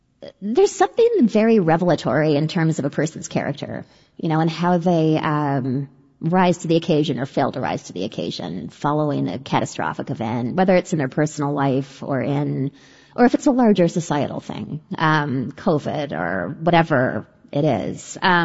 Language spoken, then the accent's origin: English; Canada; I'm Canadian. I feel like I was politer about it.